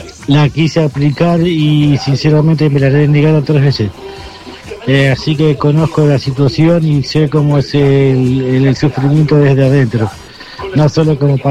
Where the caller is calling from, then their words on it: La Plata, Buenos Aires Province, Argentina; de La Plata